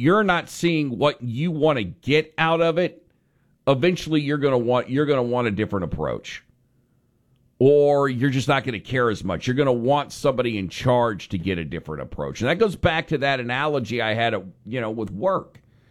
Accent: United States; born there; also born or lived in Dallas-Fort Worth, Texas; growing up in Oklahoma and in the DFW area and being around kind of this part of the country my entire life

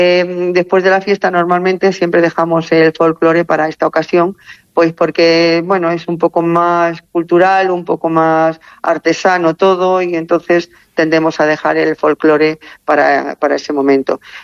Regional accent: Poyales del Hoyo, Castile and León, Spain; yo soy de aquí, de la población, soy de Poyales, y desde chiquitita, claro, pues hemos convivido con los higos toda la vida.

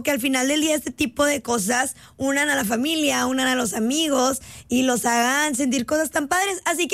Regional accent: Mexico; ¿Qué nos hace como mexicanos ya haber ganado este mun

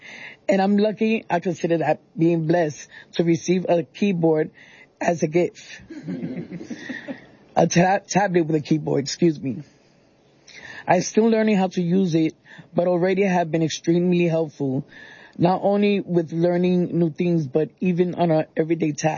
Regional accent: New York City, New York, United States; born or raised there

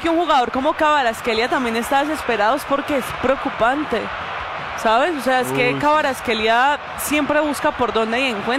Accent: Colombia; hablando como colombiana

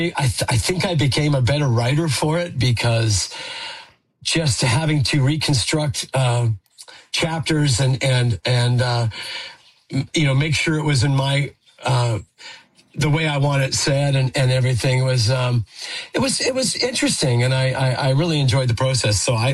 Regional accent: Saskatchewan, Canada; because he was from Texas and I was from Saskatchewan

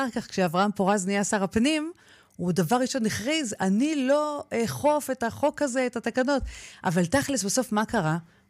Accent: Tel Aviv, Tel Aviv District, Israel; אני זוכרת כילדה בתל אביב

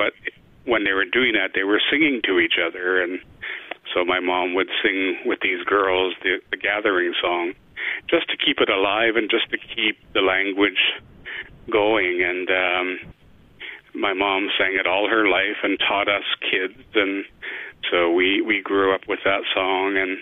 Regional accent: Vancouver, British Columbia, Canada; Yeah, I've always been fascinated by, you know, the music that I grew up with around Vancouver and that I heard.

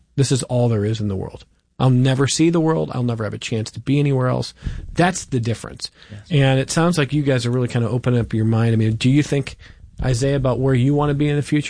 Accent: Cleveland, Ohio, United States; now in Rochester, United States; I love living in Rochester. I grew up in Cleveland

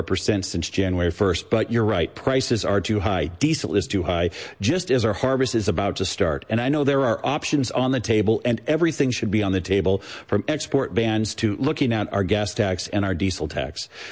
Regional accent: Norfolk, Nebraska, United States; born and raised in Norfolk. I live there today with both my kids, Blake and Brendan, and my wife, Mandy.

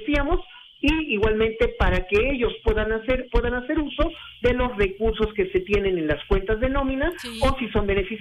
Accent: Mexico; hablamos mucho como cultura mexicana de la muerte

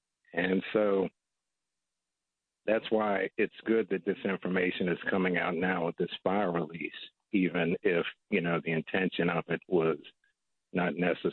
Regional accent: Washington, District of Columbia, United States; I grew up in the Washington, D.C. area.

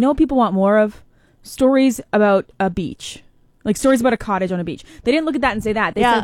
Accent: Canada; as a Canadian

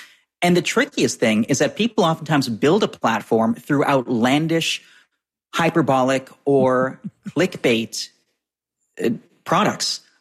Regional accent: New England, United States; I think when I grew up in New England, I just turned 29 the other day. I grew up in New England watching the daily forecasts from this guy named Harvey Leonard

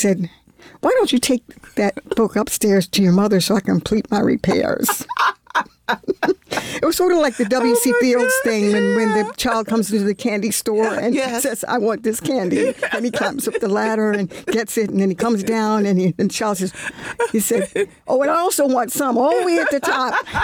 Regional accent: Baltimore, Maryland, United States; Well, I was born in Baltimore.

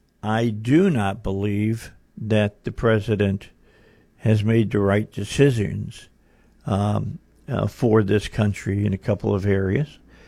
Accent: United States; I'm an American

